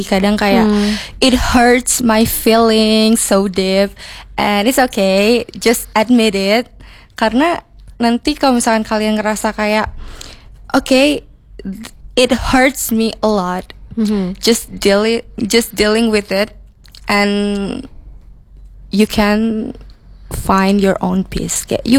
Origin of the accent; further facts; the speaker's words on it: Jakarta, Indonesia; now in Yogyakarta, Indonesia; Actually, I'm from Jakarta.